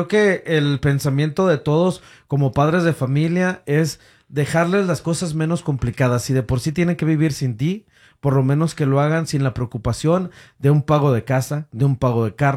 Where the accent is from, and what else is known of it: Mexico